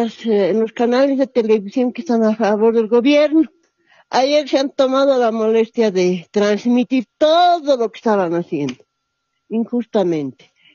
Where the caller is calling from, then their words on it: La Paz, Bolivia; le hablo desde La Paz.